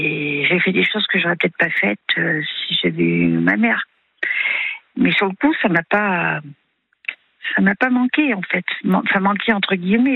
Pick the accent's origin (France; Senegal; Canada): France; Auvergne-Rhône-Alpes; nous sommes 4 filles. Je suis la 3e. J'ai grandi dans le Cantal.